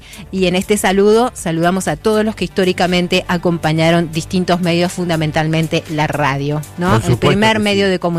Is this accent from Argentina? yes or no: yes; Argentina; Somos argentinos.